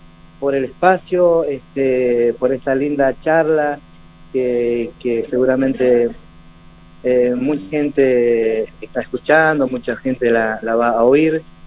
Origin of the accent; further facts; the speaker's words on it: Río Chico, Río Negro, Argentina; a toda la gente de Río Chico, de mi pueblo